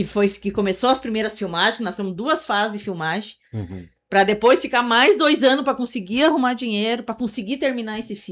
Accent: Rio Grande do Sul, Brazil; now in Santa Bárbara do Sul, Brazil; Eu sou natural de Pinheiro Marcado

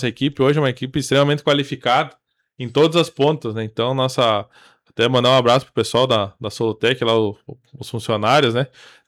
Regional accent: Panambi, Rio Grande do Sul, Brazil; moved away; minha terra natal lá

